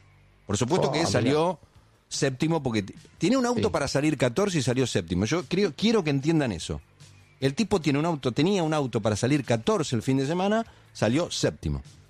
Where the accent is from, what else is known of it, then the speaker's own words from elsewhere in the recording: Argentina; Yo, además, pues soy hincha de un argentino. Con la bandera, con la emoción. Soy argentino yo.